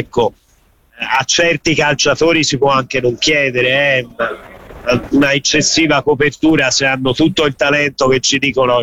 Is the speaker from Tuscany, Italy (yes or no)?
yes; Florence, Tuscany, Italy; Io vengo da Coverciano.